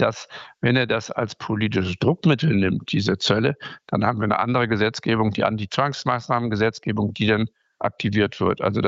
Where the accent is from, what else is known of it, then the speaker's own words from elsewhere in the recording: Northern Germany, Germany; Nein, also da bin ich als Norddeutscher, wie Sie eben einleitend schon gesagt haben, sturmerprobt.